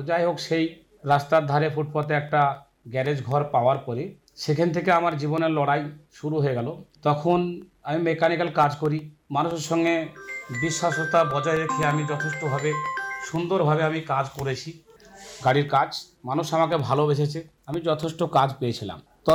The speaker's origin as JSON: {"language": "Bangla", "region": "West Bengal", "country": "India", "said": "আমার গ্রাম টিকটিকি পাড়া, পোস্ট অফিস নগরাজল, বহরমপুর থানার অন্তর্গত আর কি।"}